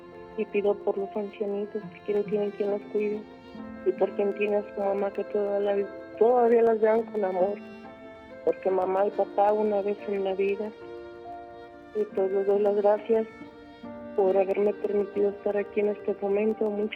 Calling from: Ameca, Jalisco, Mexico; De Ameca, Jalisco.

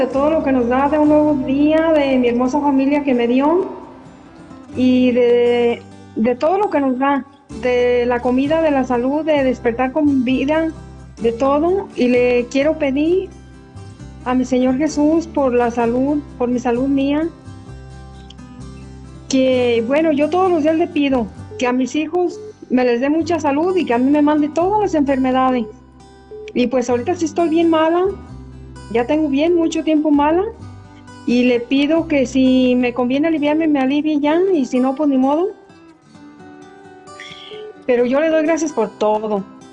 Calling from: Arandas, Jalisco, Mexico; soy de Arandas, Jalisco.

